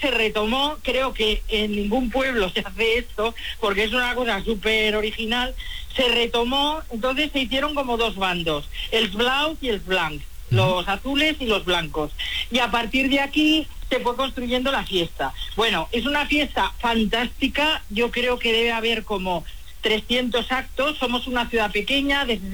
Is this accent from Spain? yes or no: yes; Zaragoza, Aragon, Spain; now in Granollers, Spain; Yo soy de Zaragoza, pero hace muchos años que vivo aquí.